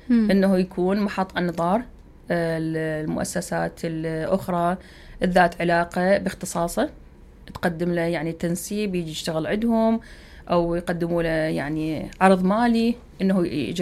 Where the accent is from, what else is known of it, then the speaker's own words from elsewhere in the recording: Hilla, Babil, Iraq; يعني احنا عندنا بالحلة